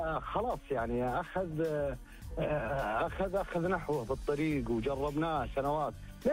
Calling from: Saudi Arabia; عندنا في السعودية

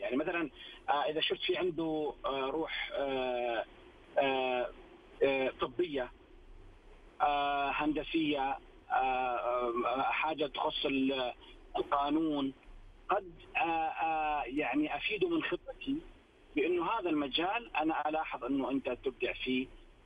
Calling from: Jeddah, Makkah Province, Saudi Arabia

